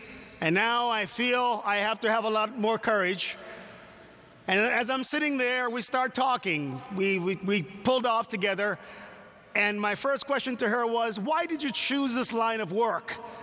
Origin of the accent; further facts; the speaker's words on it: Jamaica; with me being Jamaican